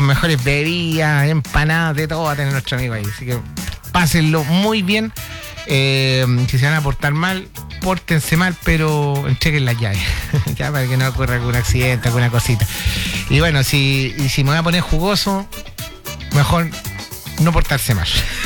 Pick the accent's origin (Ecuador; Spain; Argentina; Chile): Chile; Que se note que somos chilenos. Nos llenamos la boca diciendo que somos chilenos